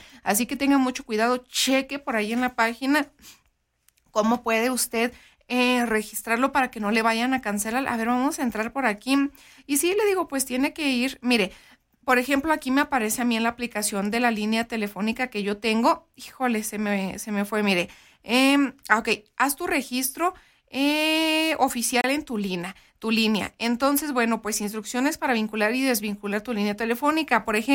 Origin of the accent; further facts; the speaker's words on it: Mexico; born there; que yo soy mexicana, pues nacida aquí en México